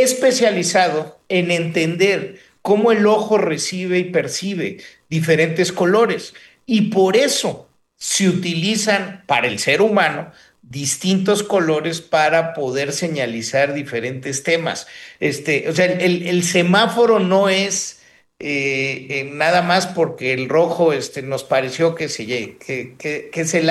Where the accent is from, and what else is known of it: Mexico City, Mexico